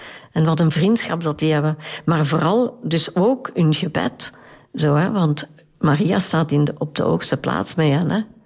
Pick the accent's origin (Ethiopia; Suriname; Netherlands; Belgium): Belgium; Tienen, Flanders; ik ben geboren en getogen in Tiene, dus ik ken Tiene heel goed